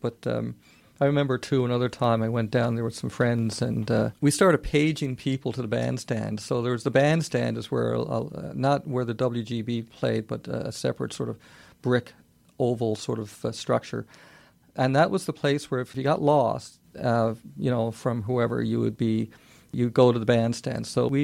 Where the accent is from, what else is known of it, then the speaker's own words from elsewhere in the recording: Newfoundland and Labrador, Canada; now in Calgary, Canada; the numerous cultural and other differences between Calgary, Alberta, and where I grew up in Newfoundland.